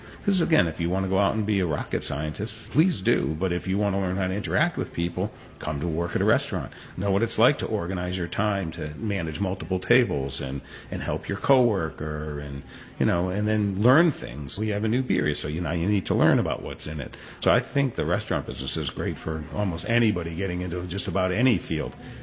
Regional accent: Bridgeport, Connecticut, United States; When I came up to UConn, I was originally from Bridgeport, and I love the rural aspect of the area

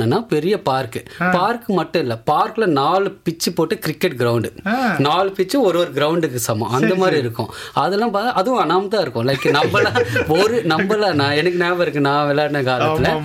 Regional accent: Chennai, Tamil Nadu, India; moved away as an adult; now in Australia; எனக்கு வீட்லேயும் வந்து சென்னையில் இருக்க, நான் சென்னையில் பிறந்து வளர்ந்தேன்.

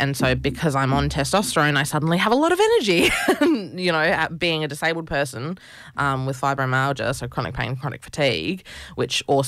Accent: South Australia, Australia; I'm a proud Ngurrindjeri and Kaurna person. The way I talk about where I'm from is I always say, like, and like fellas that I'm related to, we all say, like, we're from the same mission.

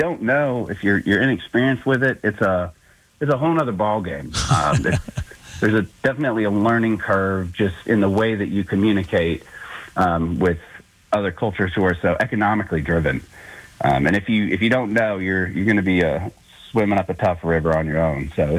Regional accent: McCall, Idaho, United States; I actually grew up in an area kind of similar to Aspen or Vail. It's a little ski town called McCall, Idaho, and it's one of those where it's built around a lake. You've got two giant ski hills

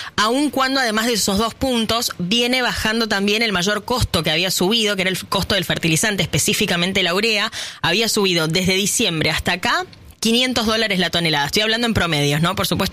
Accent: Carlos Tejedor, Buenos Aires Province, Argentina

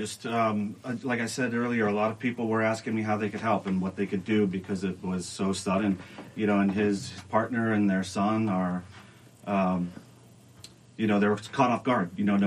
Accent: Erie, Pennsylvania, United States; Paul and I grew up in Erie, Pennsylvania. We lived like 6 blocks south of the lake.

